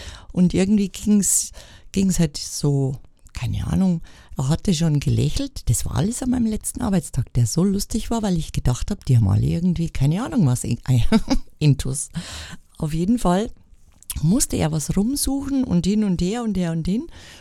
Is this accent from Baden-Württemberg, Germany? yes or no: no; Bavaria, Germany; accent: Bavarian; mit meinem bayerischen Dialekt, der ja leicht unterschwellig nur mitschwingt